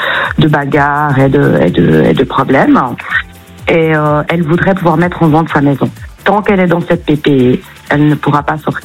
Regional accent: Switzerland; moved away as an adult; now in France; Je viens de Suisse, moi, donc j'ai quitté la Suisse pour m'installer dans le Gers il y a environ maintenant 7 ans.

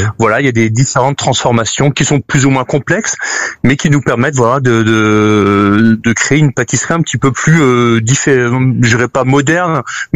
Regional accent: France

